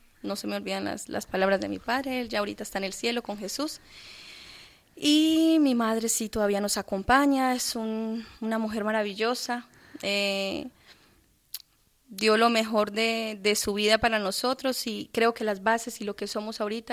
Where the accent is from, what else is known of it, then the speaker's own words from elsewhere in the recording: Colombia; soy colombiana. Uh-huh. Nací en una familia muy creyente, católica toda la vida.